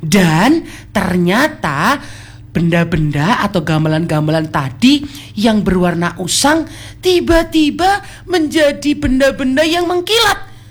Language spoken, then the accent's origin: Indonesian; Malang, East Java, Indonesia; gamelan Malangan merupakan gamelan milik lokal kita sebagai warga Malang.